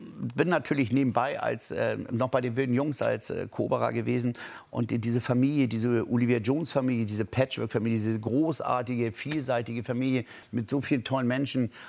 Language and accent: German; Hamburg, Germany; Oh, ich glaube, ich war 15. Als Hamburger Jung und dann Freunde auf der Eisbahn.